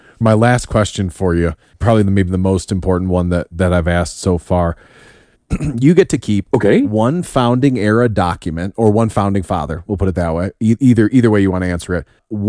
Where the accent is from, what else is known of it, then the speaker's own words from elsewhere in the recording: Chicago, Illinois, United States; Well, as a Chicagoan, I appreciate that you chose mustard and not ketchup.